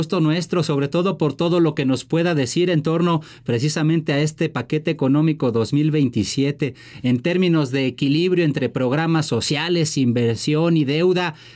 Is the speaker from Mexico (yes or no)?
yes; Mexico